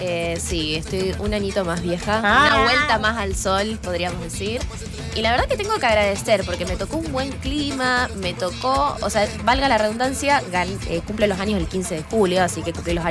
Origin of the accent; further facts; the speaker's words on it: Argentina; Yo soy judía, la cuestión es que antes que todo soy argentina